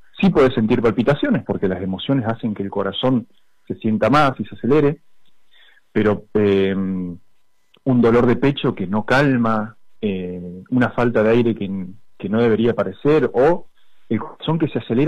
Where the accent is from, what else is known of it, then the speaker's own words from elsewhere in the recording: Argentina; vamos a vivirlo como argentinos que somos.